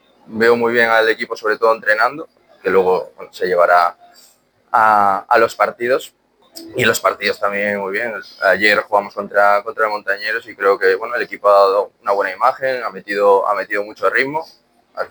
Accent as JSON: {"language": "Spanish", "region": "Galicia", "country": "Spain", "said": "Y yo que soy pues el gallego de toda la vida, Compostela sabemos quién es."}